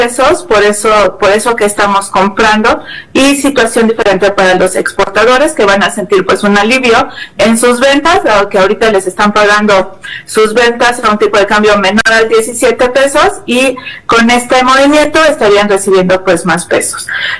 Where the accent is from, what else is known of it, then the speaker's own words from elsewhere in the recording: Mexico; ¿Qué nos interesa como mexicanos?